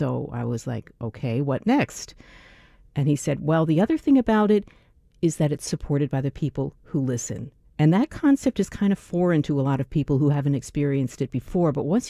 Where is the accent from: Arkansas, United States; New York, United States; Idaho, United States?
New York, United States; New York City; Growing up in New York City or near New York City, it was a commercial classical station that I had access to.